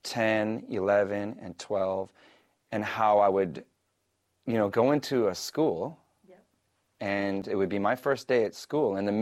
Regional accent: Winnipeg, Manitoba, Canada; I was born in Winnipeg, Manitoba.

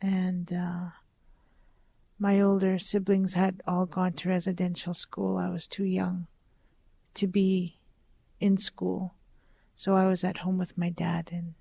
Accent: Onion Lake, Saskatchewan, Canada; I am from Onion Lake, Saskatchewan, and I'm Plains Cree. I'm the youngest of four children, one brother and two sisters, and then myself.

